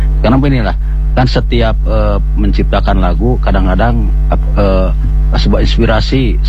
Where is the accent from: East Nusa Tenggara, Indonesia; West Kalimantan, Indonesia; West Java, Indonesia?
West Java, Indonesia; selain Sunda, kalau Sunda daerah saya sendiri kan